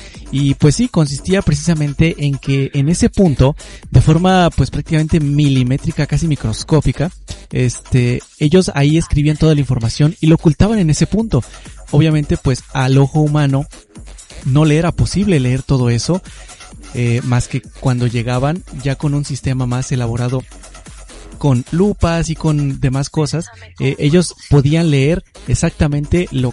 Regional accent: Mexico

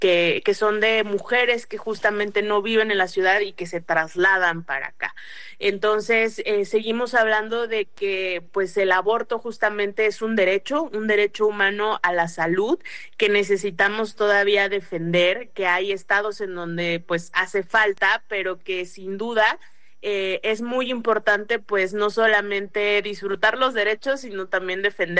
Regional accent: Puebla, Mexico; Puebla, que es de donde yo soy

